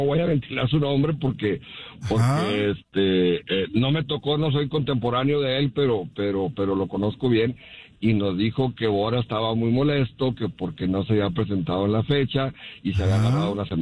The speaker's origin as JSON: {"language": "Spanish", "country": "Mexico", "said": "Que jugó el Mundial de México 86, que es de allá de donde soy yo"}